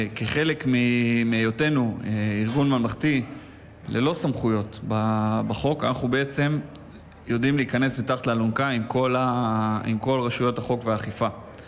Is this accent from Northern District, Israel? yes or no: yes; Nov, Northern District, Israel; אז כן, אני נולדתי וגדלתי במושב נוב בדרום הגולן. ההורים שלי בעצם ממקימי ההתיישבות בגולן, הם הקימו את המושב, מהמקימים של המושב קשת, במרכז הגולן. לימים אחרי 18 שנה הם עברו למושב נוב, שם בעצם אני נולדתי.